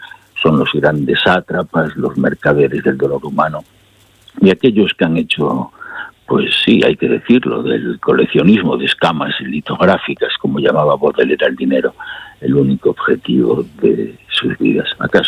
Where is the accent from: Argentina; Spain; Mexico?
Spain; El Bierzo, Castile and León; En mi tierra, la naturaleza en el Bierzo es la presencia totalizadora de una esperanza permanentemente agraviada.